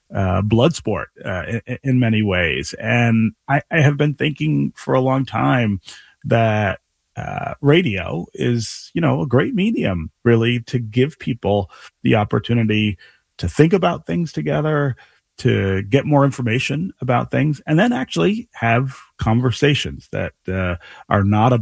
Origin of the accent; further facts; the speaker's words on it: Detroit, Michigan, United States; born there; moved away as an adult; I was born here in Detroit, but traveled around quite a bit, working in other markets for many years. I came home to Michigan in 2007. And so next year I will have been home for 20 years.